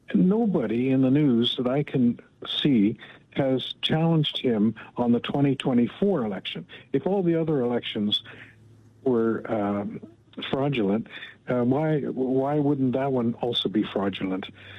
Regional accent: Canada; As a Canadian, you know, there's many of us are really upset what's going on in the United States.

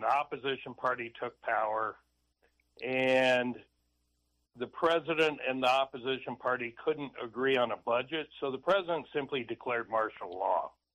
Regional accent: United States; we as the American people

